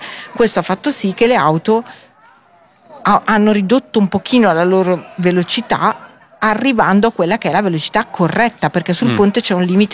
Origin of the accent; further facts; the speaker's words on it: Milan, Lombardy, Italy; born there; io sono nata in Bovisa